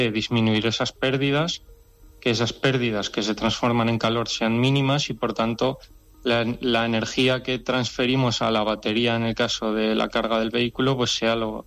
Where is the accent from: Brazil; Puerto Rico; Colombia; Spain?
Spain; Zaragoza, Aragon; born there; Yo ya nací aquí en Zaragoza.